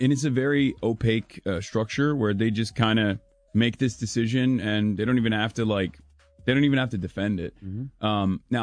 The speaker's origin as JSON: {"language": "English", "country": "Turkey", "tie": "born or raised there", "also_born_or_lived": "New Jersey, United States", "moved": "as an adult", "lives_now": "United States", "said": "Well, not raised in New Jersey, but born in New Jersey, went back to Turkey, grew up in Turkey, and then came back for college."}